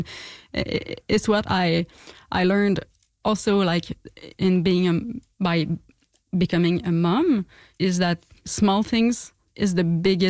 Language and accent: English; Quebec, Canada; we grew up in Gaspésie, nearby the sea, and like a very beautiful place, but also a place where you can feel like very lonely and feel the boredom